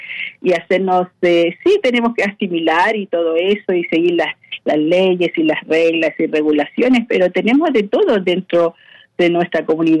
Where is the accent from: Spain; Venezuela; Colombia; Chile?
Chile; now in Australia; Yo puedo decir que soy chilena y todo eso, pero verdaderamente soy más australiana que chilena.